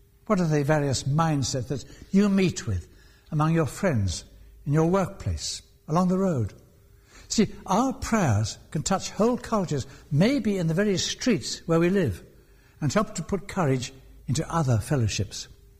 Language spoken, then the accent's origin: English; London, United Kingdom; from my own standpoint as a Londoner, the fact is the very ends of the earth come to us in London.